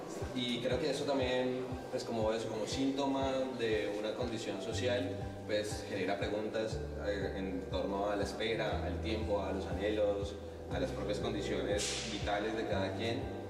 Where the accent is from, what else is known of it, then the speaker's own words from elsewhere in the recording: Colombia; soy colombiano y estoy aquí hace unos 4 años, de este año.